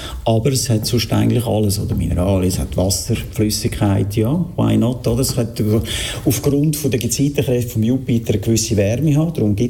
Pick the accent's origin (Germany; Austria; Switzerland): Switzerland; Also gut, bei uns in der Schweiz gibt es eigentlich keinen wirklich guten mehr